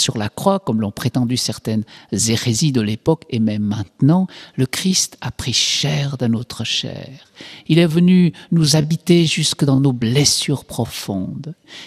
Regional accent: Switzerland; en Suisse, comme je suis suisse

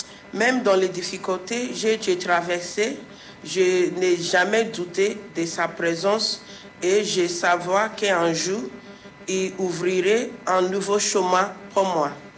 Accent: Nigeria; J'ai 31 ans, je viens du Nigeria.

